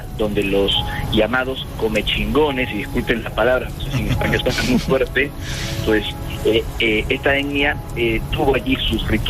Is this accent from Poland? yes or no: no; Peru; now in Argentina; Quienes siguen mi trabajo saben que yo nací y crecí en Perú, que es un país lleno de misterios y de arqueología